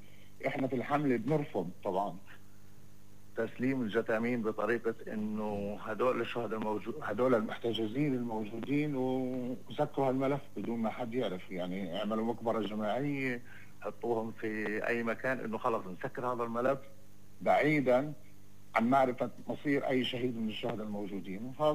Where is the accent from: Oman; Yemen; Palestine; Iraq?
Palestine; إحنا كفلسطينيين